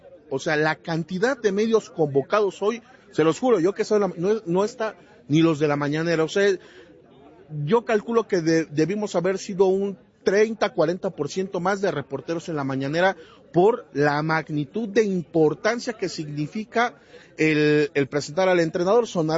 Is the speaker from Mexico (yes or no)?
yes; Ecatepec, State of Mexico, Mexico; No, soy de Ecatepec.